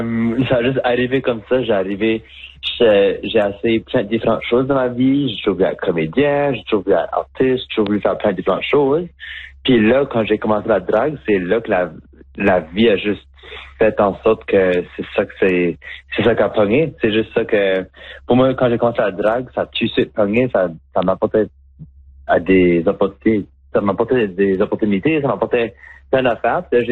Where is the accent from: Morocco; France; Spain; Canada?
Canada; Moncton, New Brunswick; now in Montreal, Canada; on s'est affirmé comme drag queen acadienne